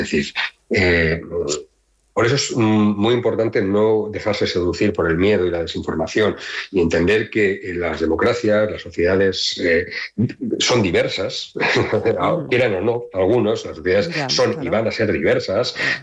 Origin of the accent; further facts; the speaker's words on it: Valencian Community, Spain; yo soy valenciano